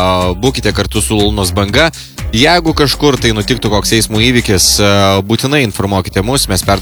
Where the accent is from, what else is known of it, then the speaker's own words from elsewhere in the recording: Klaipėda, Klaipėda County, Lithuania; Galim tikrai pasidžiaugti, kad esam klaipėdiečiai.